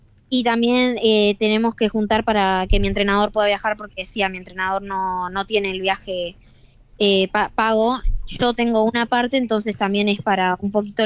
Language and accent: Spanish; Pilar, Buenos Aires Province, Argentina; Sí, soy de Pilar.